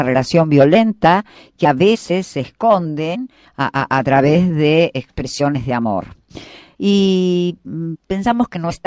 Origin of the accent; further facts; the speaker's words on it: San Martín, Buenos Aires Province, Argentina; soy de San Martín, provincia de Buenos Aires